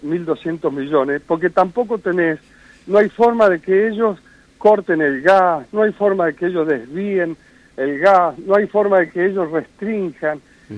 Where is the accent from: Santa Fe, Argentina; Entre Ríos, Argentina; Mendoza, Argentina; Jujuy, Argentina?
Mendoza, Argentina; San Rafael; somos el corazón de Mendoza y tenemos que defendernos de los ataques de todo el mundo, más sanrafaelinos que nunca